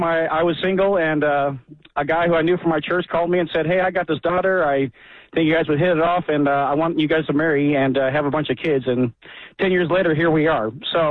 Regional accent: St. Louis, Missouri, United States; I'm from St. Louis, man.

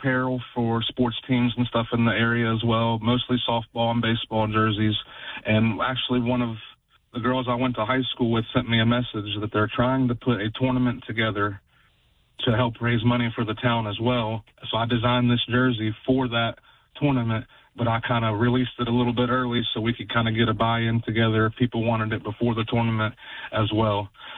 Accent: Weston, United States; right now I'm being sent back to my hometown of Weston during a dark time to be a light.

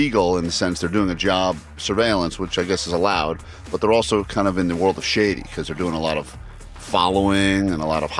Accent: Tennessee, United States; born there; I was born in Tennessee

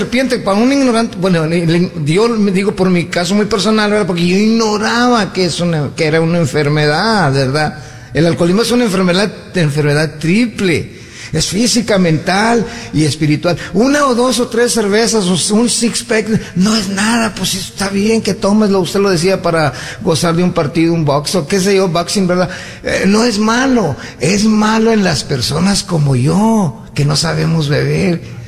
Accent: Mexico; now in United States; En mi caso muy personal, mire, yo soy de México y no tomé allá porque pues yo era mandar a cuidar chivas, no quise escuela, ¿verdad? Bueno, pero me vine para los Estados Unidos

